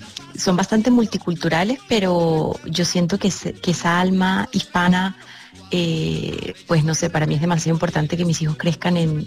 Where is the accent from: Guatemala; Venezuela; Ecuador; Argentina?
Venezuela; San Cristóbal, Táchira; Claro, es que yo soy de San Cristóbal, que es frontera con Colombia, con Cúcuta. Entonces, en Venezuela dicen que los de mi tierra somos más colombianos que venezolanos